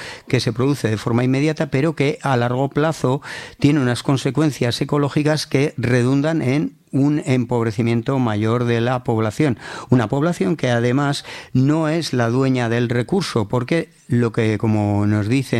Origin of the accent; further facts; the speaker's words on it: Aragon, Spain; como decimos aquí en Aragón